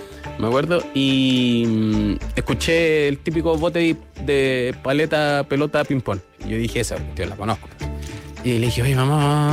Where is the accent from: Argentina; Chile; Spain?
Chile; Rengo, O'Higgins; Y también decir que yo vengo de Rengo, allá no hay muchos centros médicos, ni mucho menos. Yo tuve que venir constantemente de Rengo a Santiago, Santiago a Rengo. Mi infancia se pasó en eso.